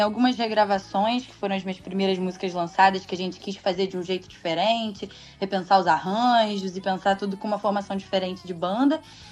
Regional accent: Niterói, Rio de Janeiro, Brazil; also born or lived in Nova Friburgo; eu sou fluminense. Eu sou nascida em Nova Friburgo. E eu moro em Niterói desde a época, exatamente. Sou uma menina serrana, mas eu moro em Niterói desde que eu nasci. A minha família que é lá de Friburgo. Mas aí, estando aqui em Niterói, a gente tá sempre entre os dois lados da ponte

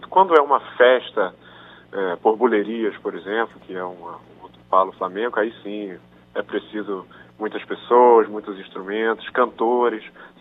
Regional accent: Niterói, Rio de Janeiro, Brazil; Eu nasci em Niterói, nasci ali no Hospital Santa Marta, ali no... perto da garganta ali. Então sou dali, tava sempre. Eu passei minha adolescência ali, estudei ali um tempo, né?

